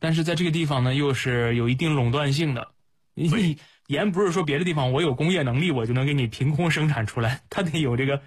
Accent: Shanxi, China; 我是山西人，然后山西也有一个地方产盐，产湖盐，就是山西运城。

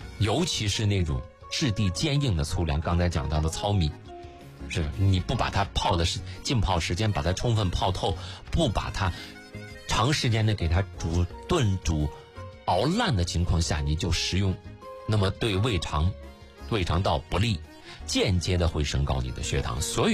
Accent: Xuzhou, Jiangsu, China; 就是咱们徐州人讲拉嗓子是吧

